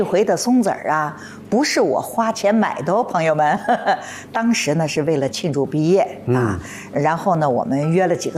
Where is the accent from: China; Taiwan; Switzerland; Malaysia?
China; southern China; 我们南方